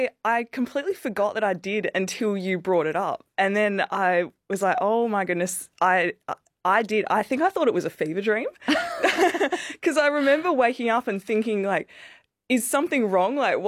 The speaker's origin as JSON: {"language": "English", "town": "Geraldton", "region": "Western Australia", "country": "Australia", "said": "I'm from Geraldton in WA, which sort of famously has quite yucky tasting water."}